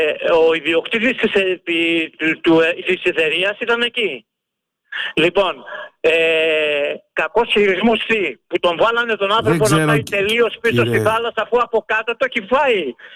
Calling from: Nikaia, Attica, Greece; Στην Αθήνα από την Νίκαια.

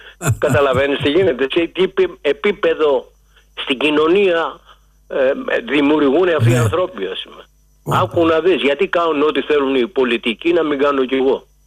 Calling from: Pikermi, Attica, Greece; είμαι από το Πικέρμη.

